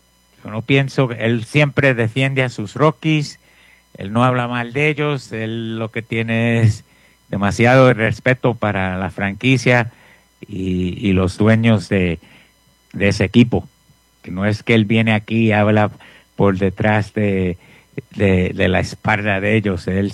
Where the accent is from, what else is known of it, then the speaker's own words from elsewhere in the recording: Puerto Rico; Denver, los mexicanos me vacilaban. Me decían, ¿dónde tú eres? ¿De Puerto Rico? Puerto Rico. Sí, ahí soy yo, de Puerto Rico.